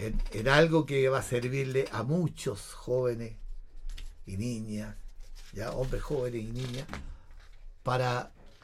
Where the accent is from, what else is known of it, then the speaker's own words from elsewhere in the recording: Chile; porque somos todos chilenos.